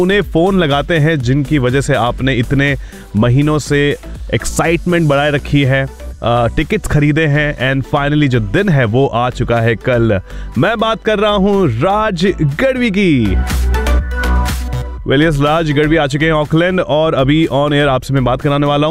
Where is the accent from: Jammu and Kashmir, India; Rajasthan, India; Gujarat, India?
Rajasthan, India; Udaipur; मैं उदयपुर से हूँ वैसे, जस्ट इन केस आपको नहीं पता हो, ऑब्वियसली नहीं पता होगा बट मैं उदयपुर से हूँ और हमारे यहाँ पे बहुत बड़े तरीके से गरबा का आयोजन किया जाता है।